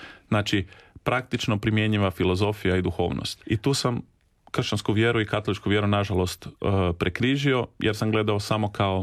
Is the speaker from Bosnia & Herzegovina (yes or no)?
no; Rijeka, Primorje-Gorski Kotar County, Croatia; born there